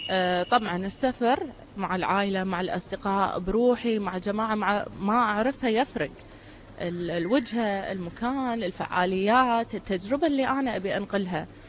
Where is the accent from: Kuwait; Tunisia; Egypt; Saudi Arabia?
Kuwait; أنا قبل أوثق رحلاتي برا الكويت أوثق تجاربي والأماكن اللي تستحق داخل ديرتي